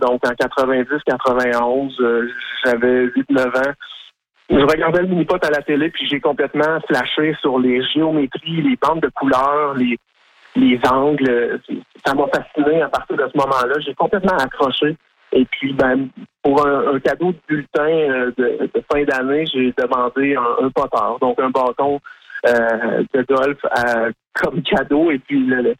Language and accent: French; Bécancour, Quebec, Canada; Donc, je viens de Saint-Grégoire, dans la ville de Bécancour.